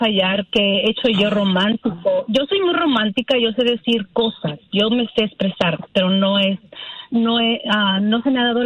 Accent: Jalisco, Mexico; Me gustan mucho de Jalisco, porque yo soy de Jalisco.

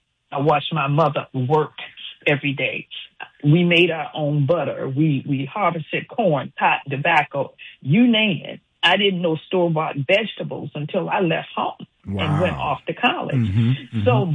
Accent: Johnsonville, South Carolina, United States; moved away as an adult; now in Atlanta, United States; I came from Johnsonville, South Carolina. We were sharecroppers.

